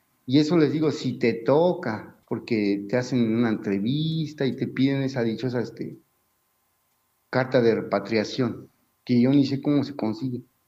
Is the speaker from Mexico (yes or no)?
yes; Mexico; Pues sí, yo como miles de mexicanos, yo allá escuchaba historias